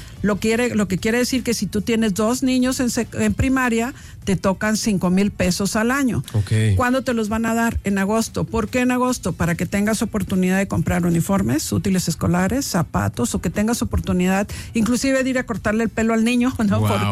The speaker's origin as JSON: {"language": "Spanish", "country": "Mexico", "said": "queremos nosotros gobernarnos nosotros como mexicanos"}